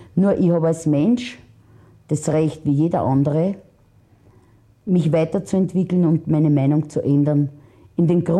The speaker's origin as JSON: {"language": "German", "region": "Vienna", "country": "Austria", "tie": "born or raised there", "said": "Da ist der zweite Bezirk, wo ich aufgewachsen bin, voll mit mir durchgegangen."}